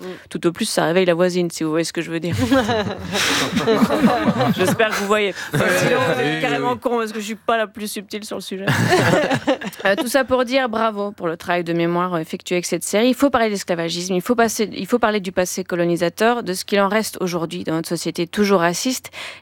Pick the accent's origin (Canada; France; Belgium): Belgium; Moi, je suis belge, donc j'en sais plus sur l'Underground Railroad